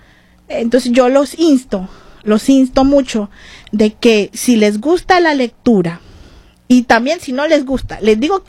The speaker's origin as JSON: {"language": "Spanish", "region": "Estelí", "country": "Nicaragua", "said": "Y somos de Estelí, Nicaragua, del norte."}